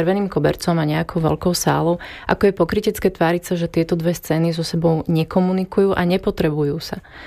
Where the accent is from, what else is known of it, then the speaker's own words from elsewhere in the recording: Detva, Banská Bystrica Region, Slovakia; moved away; sama som z detví, z malého mesta